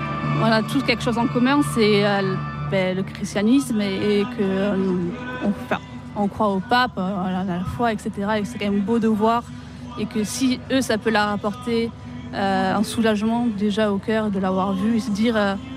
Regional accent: Pau, Nouvelle-Aquitaine, France; Et vu que j'habite à côté, donc je suis originaire de Pau, c'était l'occasion de venir.

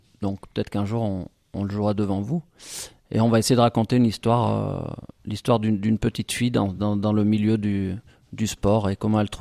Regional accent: Le Puy-en-Velay, Auvergne-Rhône-Alpes, France; J'ai grandi au Puy.

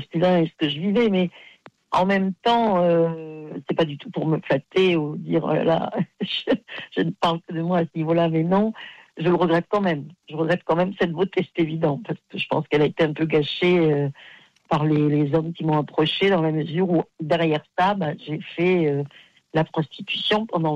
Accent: Aix-en-Provence, Provence-Alpes-Côte d'Azur, France; Bon, moi, je l'ai connu, hein, j'étais d'Aix-en-Provence

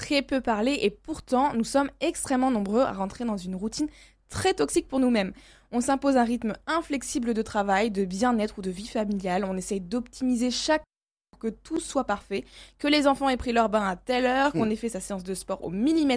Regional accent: France; Mais nous sommes français. Nous faisons partie de ces personnes sur cette planète à chérir la nourriture.

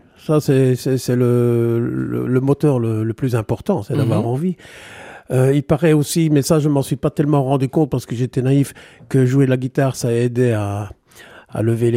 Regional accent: Liège, Wallonia, Belgium; Eh bien, je viens de Liège.

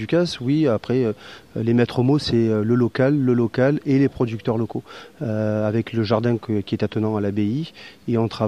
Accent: Brignoles, Provence-Alpes-Côte d'Azur, France; also born or lived in La Celle; je suis né à Brignoles, je suis à côté. J'ai habité pendant 25 ans à la Selle, à 500 mètres d'ici.

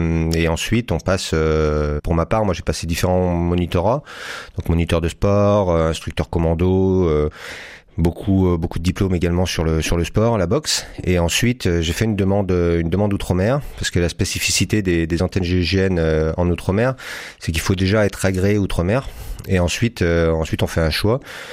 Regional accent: Saint-Étienne, Auvergne-Rhône-Alpes, France; now in Montpellier, France; Moi je suis originaire de la région de Saint-Étienne. Et je me suis rapproché du sud comme beaucoup pour le soleil et pour le climat.

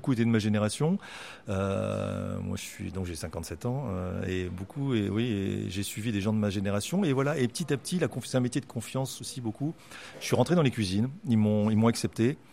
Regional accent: Rennes, Brittany, France; Oui, tout à fait, c'est ma ville natale. Moi, je suis né à Rennes. Je suis né à Rennes de parents de côté.

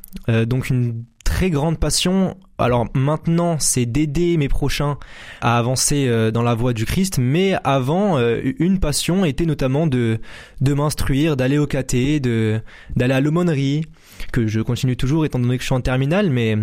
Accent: Montpellier, Occitanie, France; born there; now in Lunel, France; Alors moi je suis né à Montpellier.

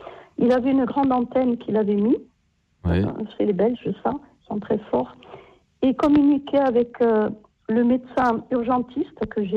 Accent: Ajaccio, Corsica, France; puisque moi je suis d'Ajaccio

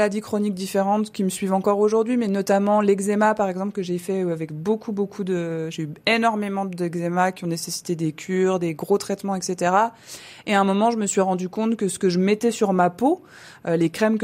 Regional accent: Grand Est, France; born there; Alors moi, je suis née dans les Vosges, dans la montagne vosgienne, et j'ai beaucoup bougé depuis.

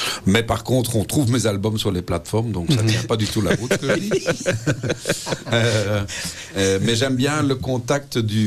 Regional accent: Molenbeek, Brussels, Belgium; born or raised there

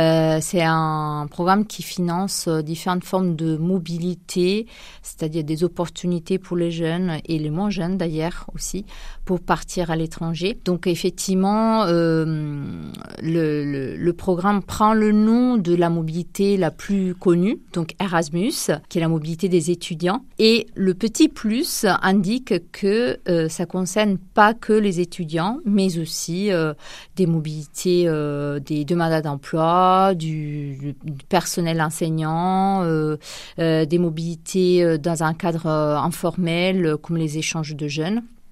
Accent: Italy; French is a second language; now in Poitiers, France; Oui, je viens d'Italie.

